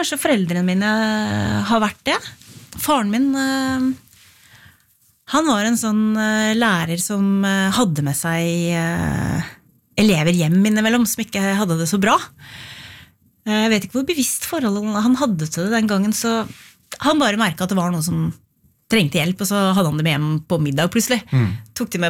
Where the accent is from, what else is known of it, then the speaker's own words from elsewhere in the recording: Re, Vestfold, Norway; Men jeg vokste opp I Re kommune på landet, utenfor Tønsberg.